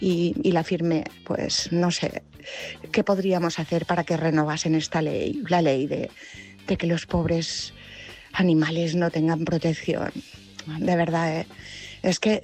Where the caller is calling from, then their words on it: Palma, Balearic Islands, Spain; de Palma.